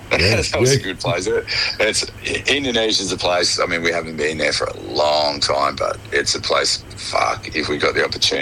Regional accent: Hobart, Tasmania, Australia; I grew up in Hobart, so getting hold of music down here when I was fucking 12 years old

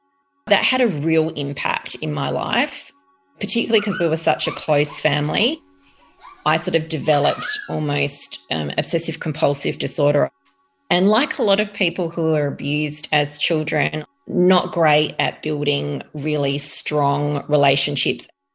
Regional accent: Adelaide, South Australia, Australia; I grew up in Adelaide's southern suburbs. It was a small hills community. I have a little sister.

